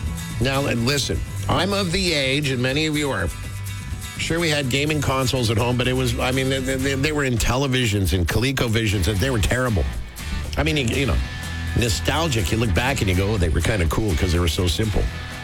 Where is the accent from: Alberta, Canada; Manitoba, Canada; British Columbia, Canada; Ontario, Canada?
Ontario, Canada; Toronto; when growing up in Toronto, man, Yonge Street, We used to start up at Bloor and go all the way down to Dundas